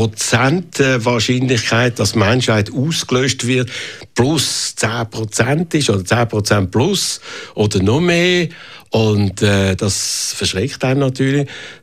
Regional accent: Switzerland; Reden wir doch dann über die Situation bei uns in der Schweiz, was wir haben, was wir machen, was wir nicht machen.

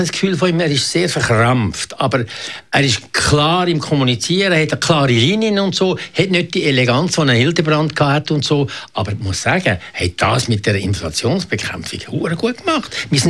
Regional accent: Obwalden, Switzerland; Ich komme ja eigentlich aus den Bergen.

